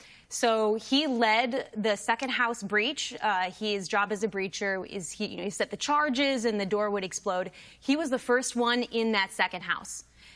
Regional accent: United States; I'm an American film producer.

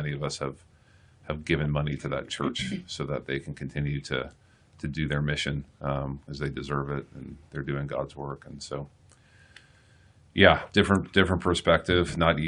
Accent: Houston, Texas, United States; We're from Houston. I think there's 11 total from Houston or surrounding areas.

